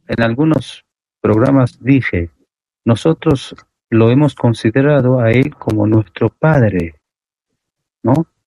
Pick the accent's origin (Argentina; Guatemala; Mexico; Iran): Iran; decimos que somos de Irán